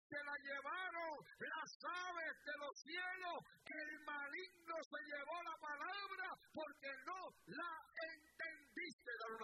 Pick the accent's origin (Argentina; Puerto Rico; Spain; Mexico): Puerto Rico; moved away; ¿Sabía usted, amados hermanos, aleluya, que cuando yo vine de Puerto Rico yo no hablaba como hablo ahora? Que como todo buen puertorriqueño, la L y la R la confundía.